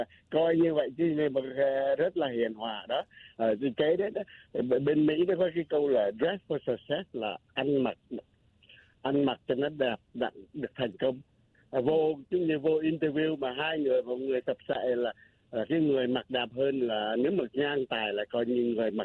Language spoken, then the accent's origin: Vietnamese; Tay Ninh, Vietnam; tại vì mình là dân Tây Ninh là mình như vậy đó.